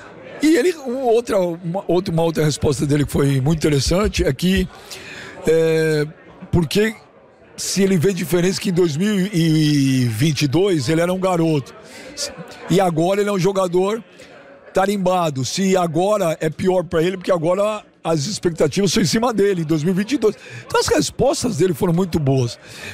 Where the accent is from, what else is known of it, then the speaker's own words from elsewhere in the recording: Brazil; Apesar de eu estar aqui a trabalho, sou brasileiro